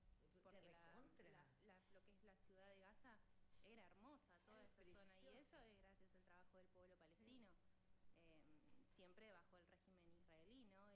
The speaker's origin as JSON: {"language": "Spanish", "town": "Punta Alta", "region": "Buenos Aires Province", "country": "Argentina", "moved": "yes", "lives_now": "Alto Valle, Argentina", "said": "soy de Punta Alta"}